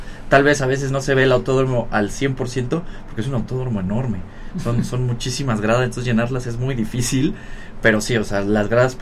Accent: Puebla, Mexico; born there; also born or lived in Brazil; prácticamente pues soy poblano, me encanta vivir aquí, me tocó vivir fuera de Puebla un par de años, pero siempre regresar aquí es algo muy especial.

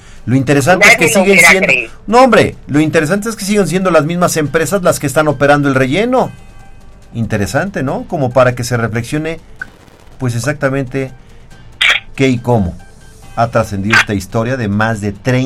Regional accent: Puebla, Mexico; como sociedad poblana y mexicana

